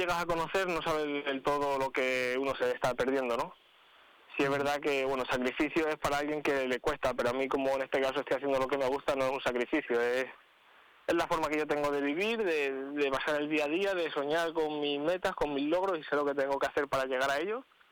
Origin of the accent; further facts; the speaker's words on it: Cáceres, Extremadura, Spain; born there; also born or lived in Arenas de San Pedro, Ávila; yo soy nacido en Arena, aunque con un año me vine a vivir a Cáceres, pero mantengo raíces en los dos lados y me siento muy querido en los dos lados.